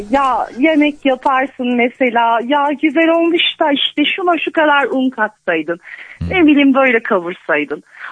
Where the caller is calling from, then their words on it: Malatya, Turkey; Malatya'dan arıyorum.